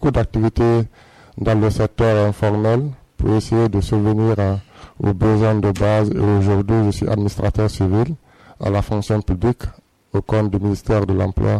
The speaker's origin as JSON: {"language": "French", "region": "Conakry", "country": "Guinea", "tie": "born or raised there", "also_born_or_lived": "Dabola", "said": "Je suis né à Dabola. J'ai grandi à Conakry ici depuis bas âge."}